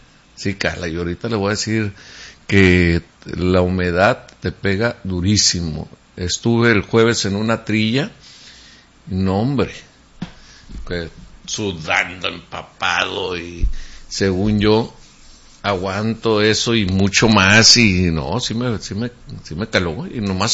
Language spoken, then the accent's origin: Spanish; Mexicali, Baja California, Mexico; born there; nacimos aquí en Mexicali, pero traemos todo lo de allá de Jonora.